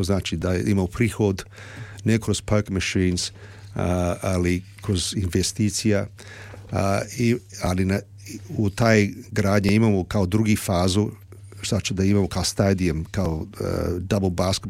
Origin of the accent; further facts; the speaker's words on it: Sydney, New South Wales, Australia; kad sam ja kao dijete porastao u Sidneju, bili su male klubovi, kao Kennyville, Granville, Hoxton Park, Manor Vale.